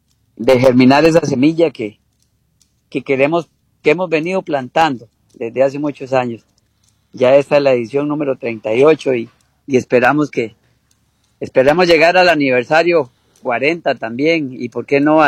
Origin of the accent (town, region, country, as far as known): Tilarán, Guanacaste, Costa Rica